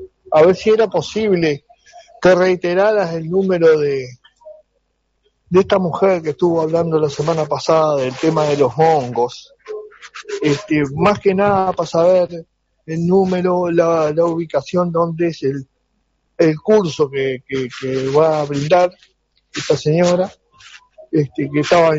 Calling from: Montes, Canelones, Uruguay; Vivo en la ciudad de Montes.

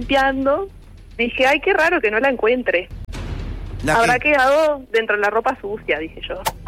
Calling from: Montevideo, Uruguay; Yo volví para Montevideo porque vivo en Montevideo.

